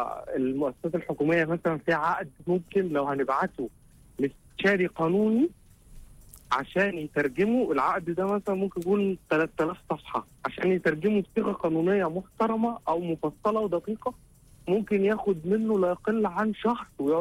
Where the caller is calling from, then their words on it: United Arab Emirates; ايوه من الامارات.